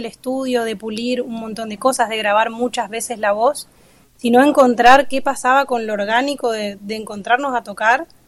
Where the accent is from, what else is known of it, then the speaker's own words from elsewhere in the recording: Chaco, Argentina; Mi papá es correntino, yo soy chaqueña